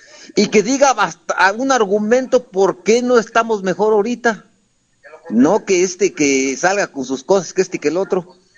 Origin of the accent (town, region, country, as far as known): Mexico